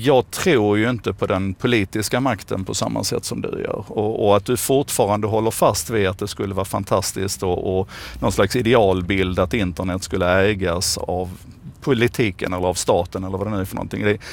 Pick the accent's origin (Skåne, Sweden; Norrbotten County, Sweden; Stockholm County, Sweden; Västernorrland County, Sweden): Skåne, Sweden; Malmö; vi är ju Malmöbor